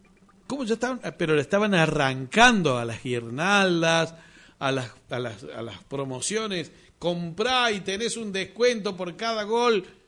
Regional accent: Argentina; Y todos somos argentinos.

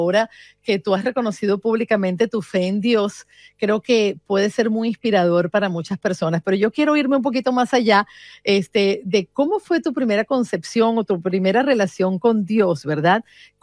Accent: Venezuela; como venezolana me siento muy orgullosa

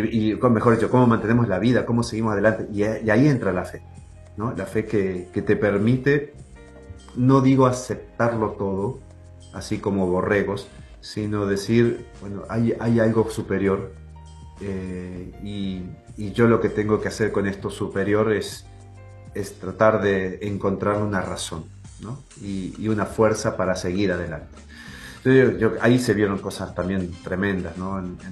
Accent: Argentina; nosotros como argentinos

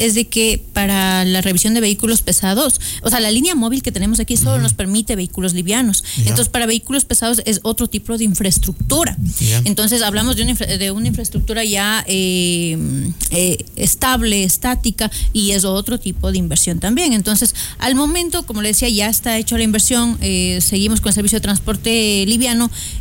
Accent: Ecuador; somos ecuatorianos

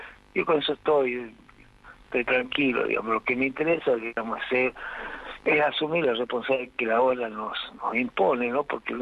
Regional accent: La Rioja, Argentina; mi pueblo durante mucho tiempo, como representante del Congreso de la Nación, del pueblo riojano

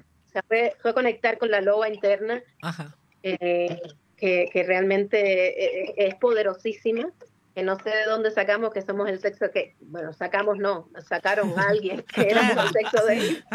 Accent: Cuba; del modo que somos los cubanos

